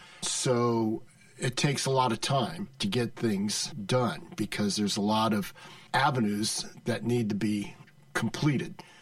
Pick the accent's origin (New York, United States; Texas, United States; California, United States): California, United States; Modesto; I was raised here in Modesto, attended Stanislaus Union, Grace M. Davis High School